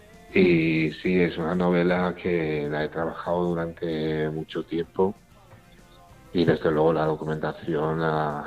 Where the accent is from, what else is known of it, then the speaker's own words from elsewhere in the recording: Priego de Córdoba, Andalusia, Spain; El 22 de octubre voy a mi pueblo, voy a Priego de Córdoba.